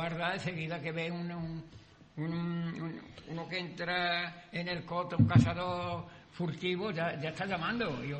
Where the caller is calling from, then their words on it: Sanlúcar de Barrameda, Andalusia, Spain; Y yo soy de Sanlúcar